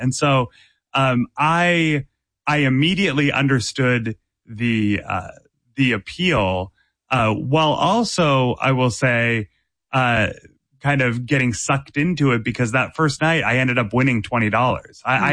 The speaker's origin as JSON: {"language": "English", "region": "Massachusetts", "country": "United States", "tie": "born or raised there"}